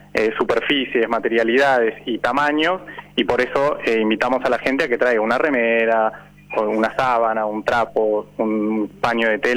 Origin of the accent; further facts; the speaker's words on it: Argentina; Nosotros, obviamente, como muchos argentinos, estábamos viendo el partido acá, de hecho, en el taller.